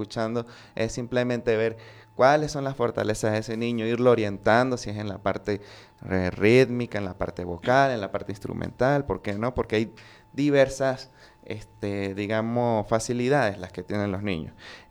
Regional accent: Mérida, Venezuela; Somos una ciudad muy cultural, y yo creo que esto en gran parte al gran nivel académico que tenemos aquí en nuestra región, y también en esa necesidad que hemos tenido, que siempre como andinos, de llevar la punta de la lanza en cuanto a cultura.

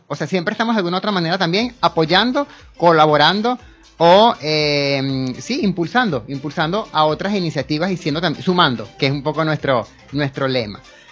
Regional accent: Venezuela; una arepa que nos representa como venezolanos

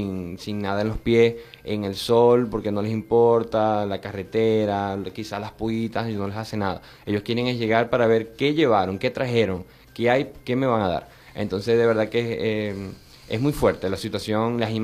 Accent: El Moján, Zulia, Venezuela; moved away; Yo soy del Mohán

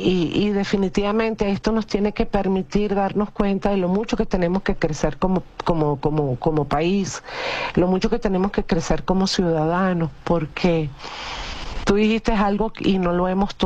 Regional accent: Venezuela; si bien yo no viví en La Guaira, yo tuve mi vida también en La Guaira, como muchos venezolanos.

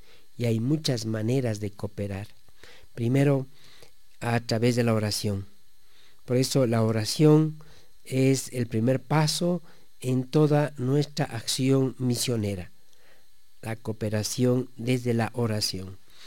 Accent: Cotacachi, Imbabura, Ecuador; moved away as an adult; now in Latacunga, Ecuador; Recuerden que yo no soy de Latacunga. Yo soy de la provincia de Imbabura, de la ciudad de Cotacachi.

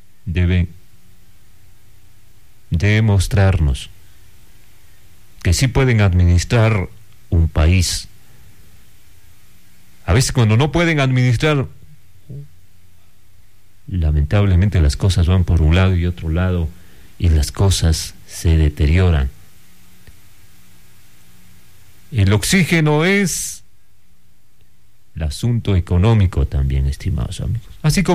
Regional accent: Ecuador; Obviamente que nosotros como ecuatorianos también tenemos que poner nuestra parte como ciudadanos

